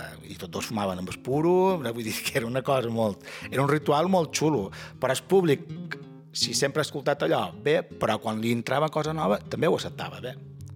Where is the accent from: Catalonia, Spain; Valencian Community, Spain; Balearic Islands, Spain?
Balearic Islands, Spain; Ferreries; Sant Joan és molt polit el que vulgueu, però jo som de Ferreries i crec que Sant Bartomeu pues, és molt més...